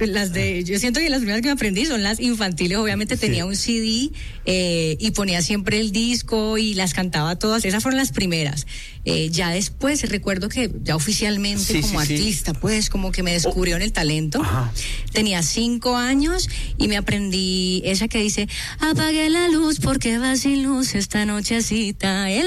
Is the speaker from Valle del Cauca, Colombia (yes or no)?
yes; Cali, Valle del Cauca, Colombia; soy caleña y me encanta la salsa, crecí escuchando salsa y bailando salsa